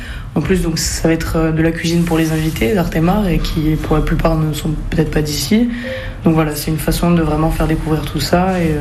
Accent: Bastia, Corsica, France; also born or lived in Aix-en-Provence / Paris; J'ai grandi à Bastia, à 17 ans je suis partie faire mes études à Aix, donc j'ai étudié Sciences Po pendant 5 ans.

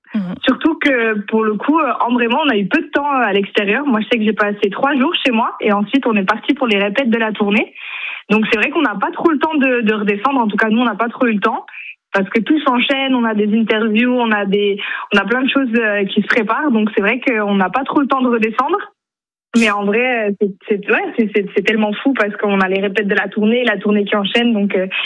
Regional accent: Switzerland; vu que je suis suisse

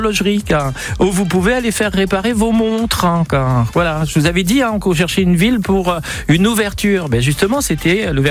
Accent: Normandy, France; je suis normand

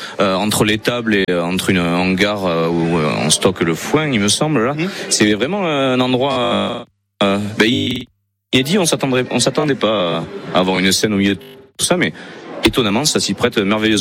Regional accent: Saint-Julien-de-Lampon, Nouvelle-Aquitaine, France; Moi, je suis issu de Saint-Julien-de-Lampont et de la campagne, quoi.

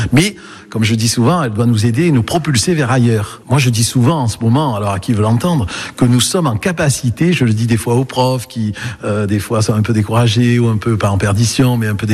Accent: Marseille, Provence-Alpes-Côte d'Azur, France; accent: Marseille; also born or lived in Toulouse / Gulf of Saint-Tropez; now in Sens, France; Je suis né à Marseille, j'ai passé 10 ans à Toulouse avant de venir ici, puis dans le golfe de Saint-Tropez aussi avant.

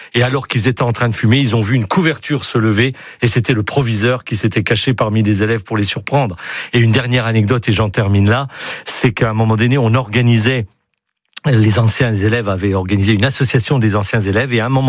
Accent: Charleville-Mézières, Grand Est, France; also born or lived in Martinique; now in Basque Country, France; je suis originaire des Ardennes, de Charleville-Mézières, j'ai vécu en Martinique, et puis voilà, je viens au Pays Basque

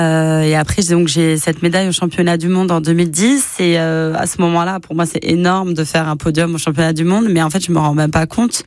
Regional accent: Limoges, Nouvelle-Aquitaine, France; Mais ma base, c'est toujours resté Limoges. Moi, je suis Limougeaux de cœur et d'âme. Je suis née à Limoges. J'ai fait toutes mes études à Limoges

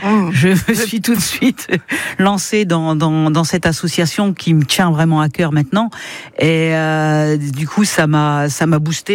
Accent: Hauts-de-France, France; now in Auneuil, France; je ne suis pas natif d'Auneuil. Moi, je suis natif du Nord. Je suis à Auneuil depuis 2010.

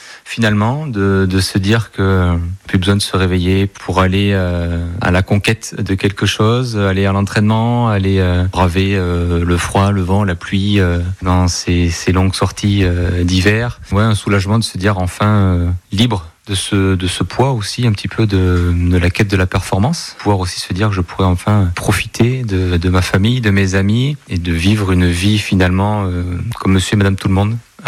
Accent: Bergerac, Nouvelle-Aquitaine, France; Je suis originaire de Bergerac et actuellement à la recherche d'un poste chez les sapeurs-pompiers professionnels.

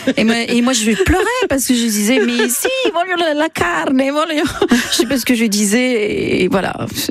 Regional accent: Aix-les-Bains, Auvergne-Rhône-Alpes, France; born there; je suis née en France.

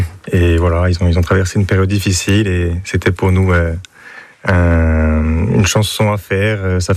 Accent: Sartène, Corsica, France; Je suis de Sartène

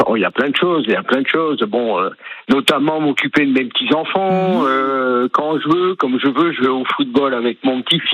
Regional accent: Hauts-de-France, France; moved away; je suis natif du Nord

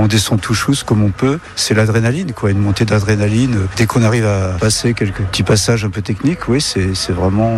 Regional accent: Tours, Centre-Val de Loire, France; Oui, je viens de Tours, oui.

